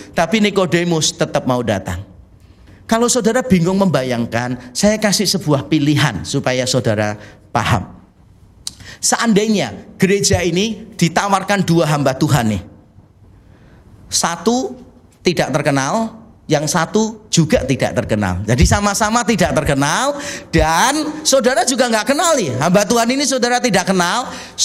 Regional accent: Semarang, Central Java, Indonesia; Nah, karena saya dari Semarang. Nah, itulah kita.

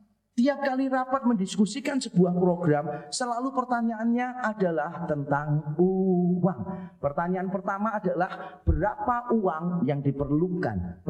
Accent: Java, Indonesia; born there; Kalau kita ditumbuhkan sebagai orang Jawa, dan saya sejak kecil tinggal sebagai satu-satunya keluarga Tionghoa di kampung yang Jawa, sehingga saya paling tahu budaya Jawa, budaya saya yang paling kental. Sebetulnya malah budaya Jawa, yang kedua baru budaya Tionghoa. Saya lebih bisa bahasa Jawa daripada bahasa Mandarin.

